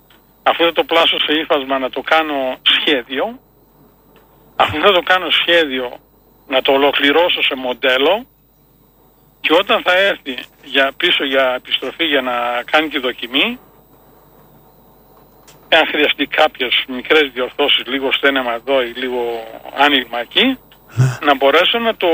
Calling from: Kastoria, Western Macedonia, Greece; Είμαι από την Καστοριά.

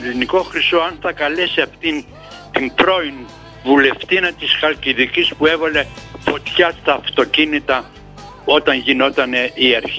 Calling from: Grevena, Western Macedonia, Greece; από τα Γρεβενά είμαι, από τα Γρεβενά σε τηλεφωνώ

